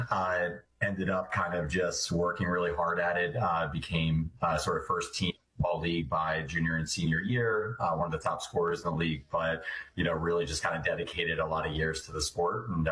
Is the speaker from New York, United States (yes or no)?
no; Pennsylvania, United States; Southeastern PA. I'm the youngest of four.